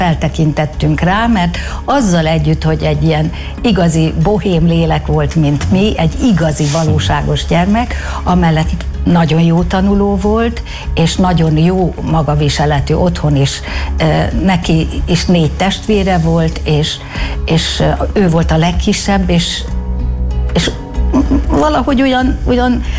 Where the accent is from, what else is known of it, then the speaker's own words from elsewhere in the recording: Budapest, Hungary; Mert az első kerületben a Naphegyen nőttem fel